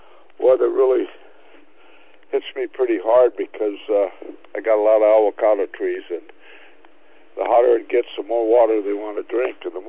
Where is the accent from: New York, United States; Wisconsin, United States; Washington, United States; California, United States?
California, United States; Los Angeles; also born or lived in Culver City; now in North County San Diego, United States; Yeah, we lived in and around Santa Monica. Grew up in Venice, near Sunset and Lincoln Boulevard as a kid, and then got married and moved to Culver City by what is now Marina Del Rey.